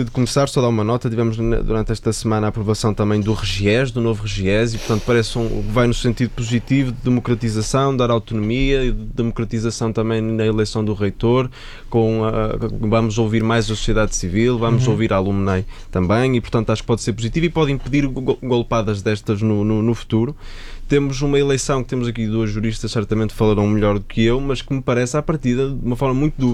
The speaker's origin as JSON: {"language": "Portuguese", "town": "Porto", "region": "Norte", "country": "Portugal", "moved": "yes", "lives_now": "Lisbon, Portugal", "said": "eu venho do Porto, cheguei a Lisboa"}